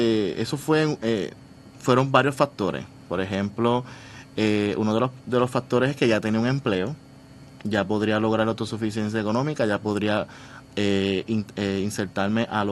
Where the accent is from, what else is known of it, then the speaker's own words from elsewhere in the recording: San Juan, Puerto Rico; now in Carolina, Puerto Rico; yo soy de San Juan